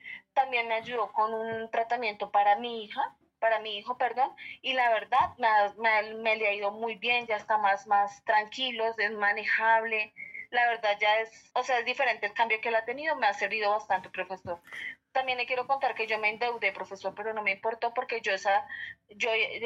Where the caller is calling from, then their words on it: Bogotá, Colombia; lo llamo desde Bogotá, del barrio Marsella